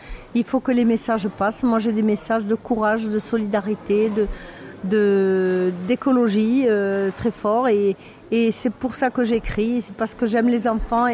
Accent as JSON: {"language": "French", "town": "Narbonne", "region": "Occitanie", "country": "France", "said": "je suis de Narbonne"}